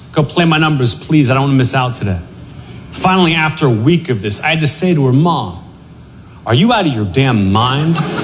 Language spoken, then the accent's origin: English; Pittsburgh, Pennsylvania, United States; I'm from Pittsburgh originally.